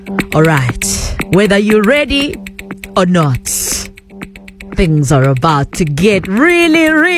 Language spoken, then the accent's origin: English; KwaZulu-Natal, South Africa; eduze kwasempumuza or kwampumuza where I'm from Pipeline is where I'm from